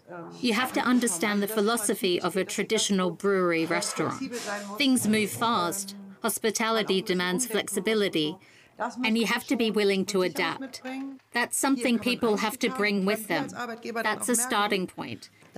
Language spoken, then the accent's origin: English; Sudan; English is a second language; now in Germany; I love winter. It's wonderful. I'm from Sudan, so it's extremely hot.